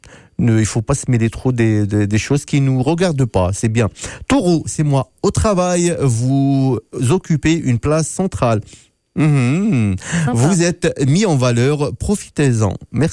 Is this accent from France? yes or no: no; Algeria; now in Manitoba, Canada; moi je l'ai remarqué ici au Manitoba, par exemple, chez nous, là d'où je viens en Algérie, aux abords de la Méditerranée